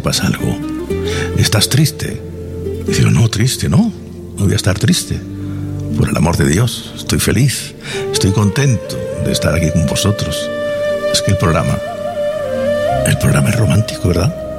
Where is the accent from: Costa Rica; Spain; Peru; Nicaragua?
Spain; Granada, Andalusia; accent: granadino; los primeros dientes de leche me salieron en Granada, ¿eh? Granada.